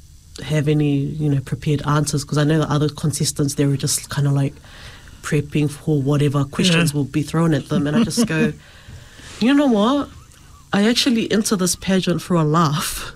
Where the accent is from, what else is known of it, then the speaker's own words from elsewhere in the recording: Auckland, New Zealand; I grew up in East Auckland.